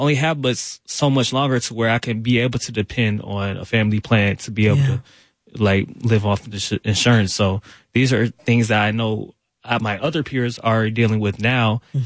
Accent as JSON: {"language": "English", "town": "South Fulton", "region": "Georgia", "country": "United States", "tie": "born or raised there", "said": "I grew up in South Fulton."}